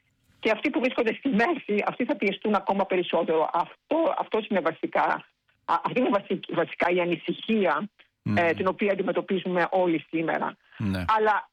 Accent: Greece; moved away; προέρχεται από την Ελλάδα, που προέρχεται από την πατρίδα μου. Και παρόλο που έχω φύγει τόσα χρόνια, έχω ακόμα ένα πολύ ισχυρό δεσμό με την Ελλάδα.

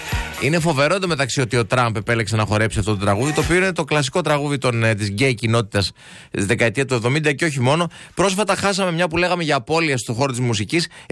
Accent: Thessaloniki, Central Macedonia, Greece; Έλα στη Χριστιανική Αδερφότητα Νέων Θεσσαλονίκης, εγώ λέω γιατί είμαι Θεσσαλονικιός.

